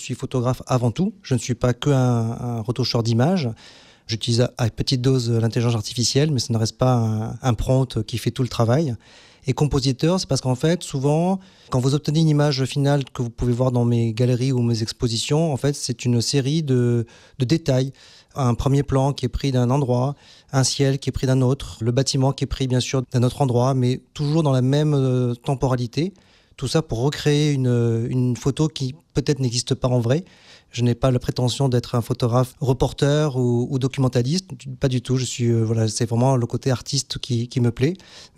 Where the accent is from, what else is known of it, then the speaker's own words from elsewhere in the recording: Montpellier, Occitanie, France; Je suis un Montpelliérain pure souche, donc j'ai toujours grandi en ville.